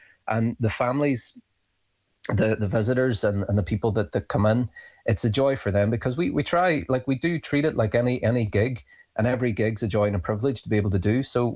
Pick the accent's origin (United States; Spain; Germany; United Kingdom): United Kingdom; Derry, Northern Ireland; now in Belfast, United Kingdom; So I'm a blow-in to Belfast. I'm from Derry.